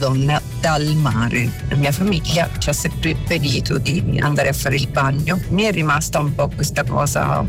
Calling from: Nardò, Apulia, Italy; nella credenza popolare del mio paese salentino, Nardò

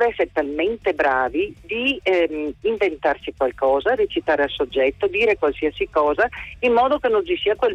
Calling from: Veneto, Italy; io sono veneta, ma non sono veneziana

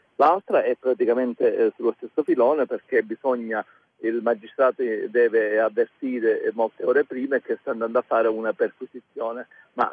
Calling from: Petralia Sottana, Sicily, Italy; da Petralia Sottana, provincia di Palermo, quindi dalla Sicilia, una regione, diciamo, con 5 milioni di abitanti.

